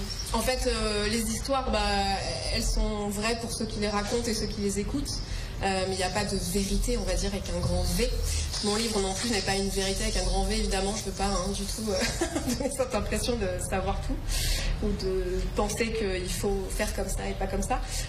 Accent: Chevreuse Valley, Île-de-France, France; moved away as an adult; also born or lived in Paris; now in Creuse, France; moi je suis née à Paris, mais j'ai vécu toute mon enfance en Essonne, dans la vallée de Chevreuse, qui est un endroit qui est très herbé, très naturel, et il y a beaucoup de forêts

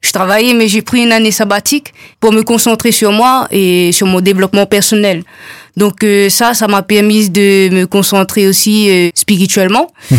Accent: Réunion, France; now in Toulouse, France; Je suis originaire de la Réunion et depuis toute petite, j'adore la musique.

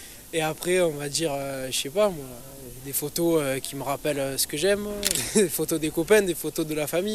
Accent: Nîmes, Occitanie, France; born there; now in Sète, France; je ne suis pas né à Sète, je suis né à Nîmes.

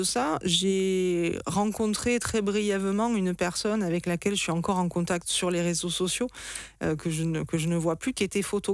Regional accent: Occitanie, France; moved away as an adult; now in near Nîmes, France; Je suis donc originaire d'à côté de Béziers, qui est une ville où il y a une forte tradition taurine aussi.

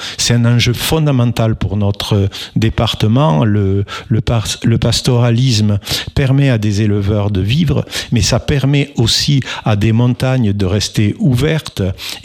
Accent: Mirepoix, Occitanie, France; Vous savez, je suis de Mirepoix, mais aussi dans le Couserans ou autre.

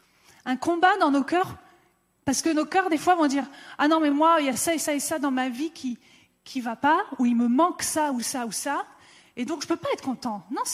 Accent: France

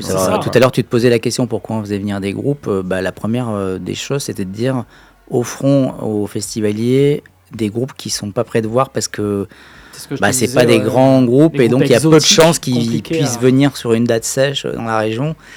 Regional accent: France; on est français

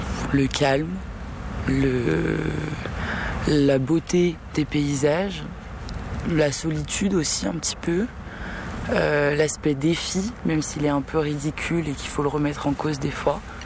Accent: Nantes, Pays de la Loire, France; je viens d'un milieu très marin, très nautique, et puisque je viens de Nantes.

